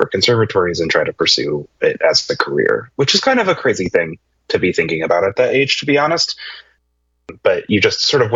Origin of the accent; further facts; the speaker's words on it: Chicago, Illinois, United States; born there; also born or lived in Dallas-Fort Worth, Texas; I grew up mostly in the Chicagoland area. While I was in elementary school and just before, I actually lived in the Dallas-Fort Worth area.